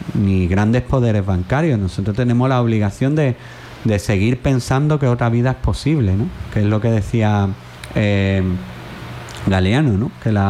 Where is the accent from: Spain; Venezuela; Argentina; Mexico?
Spain; Jerez de la Frontera, Andalusia; en mi tierra, en Jerez